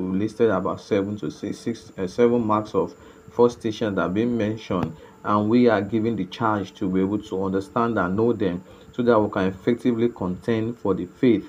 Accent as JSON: {"language": "English", "town": "Okada", "region": "Edo", "country": "Nigeria", "said": "from Okada Town, Edo State, Nigeria."}